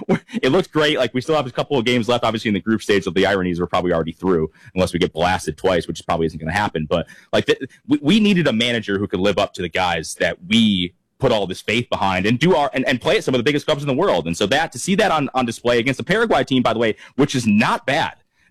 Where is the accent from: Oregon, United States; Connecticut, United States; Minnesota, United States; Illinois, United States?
Connecticut, United States; I grew up in Connecticut, so I didn't really subscribe to the New York Boston thing.